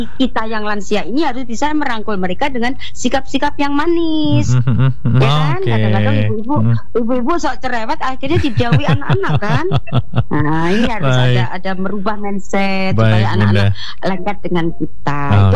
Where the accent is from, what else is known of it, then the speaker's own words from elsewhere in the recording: Java, Indonesia; Kalau kebetulan saya Jawa, ya kan? Maka yang saya tekankan di sini saya Jawa